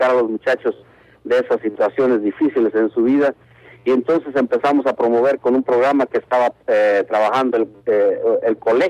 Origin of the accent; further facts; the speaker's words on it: Mexico; moved away as an adult; now in United States; Yo soy de México. Emigramos a los Estados Unidos hace 18 años.